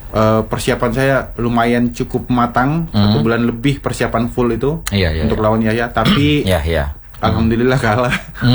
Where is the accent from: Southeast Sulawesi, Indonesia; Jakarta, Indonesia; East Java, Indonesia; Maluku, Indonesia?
Southeast Sulawesi, Indonesia; born there; Tapi saya tidak membanggakan kampung saya dengan cara memperkenalkan ini loh, iya, budayanya Sulawesi Tenggara.